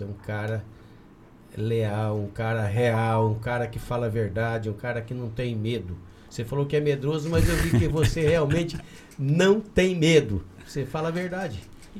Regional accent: Paraná, Brazil; moved away as an adult; also born or lived in Primavera do Leste; now in Porto Alegre do Norte, Brazil; eu sou paranaense. Meus pais vieram de Minas, vieram plantar café no Paraná. Eu nasci no ano de 1961, na agricultura familiar. Criei na agricultura familiar

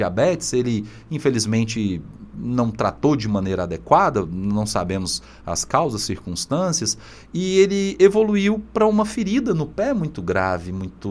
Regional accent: Aragarças, Goiás, Brazil; nascido e criado ali em Aragarças, na beira do rio Araguaia.

